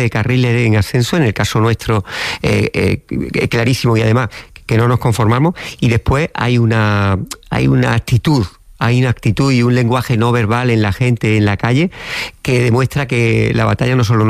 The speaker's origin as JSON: {"language": "Spanish", "town": "Córdoba", "region": "Andalusia", "country": "Spain", "said": "yo soy cordobés y a veces me contengo así, me da mi lado senequista"}